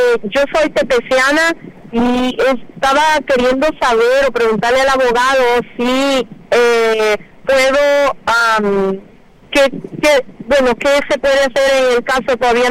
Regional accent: El Salvador

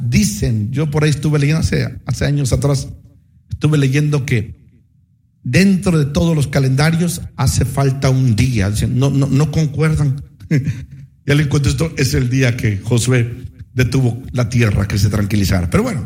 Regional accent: Tangamandapio, Michoacán, Mexico; Mire, yo soy de la Peña Colorada, allá de un rancho, por allá, por Tangamanapio. Entonces, gracias al Señor que llegué aquí y los años que Dios me ha permitido vivir aquí

